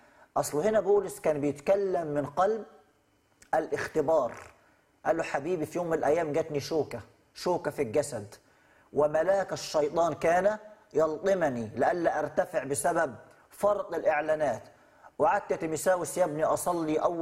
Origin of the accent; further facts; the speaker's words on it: Upper Egypt, Egypt; عندنا في الصعيد